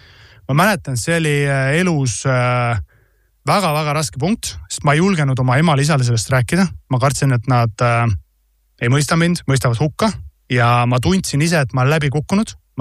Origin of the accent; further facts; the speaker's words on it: Tallinn, Harju County, Estonia; born there; 7. klassis, kui ma õppisin Tallinna Saksa gümnaasiumis, ma läksin õppima saksa keelsesse osakonda.